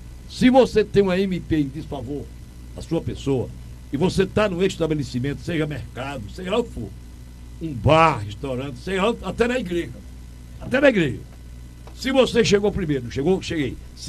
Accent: Toritama, Pernambuco, Brazil; Eu sou daqui de Toritama.

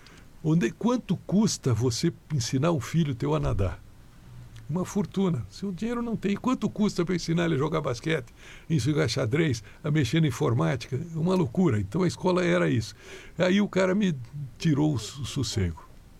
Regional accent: Urussanga, Santa Catarina, Brazil; É minha terra natal.

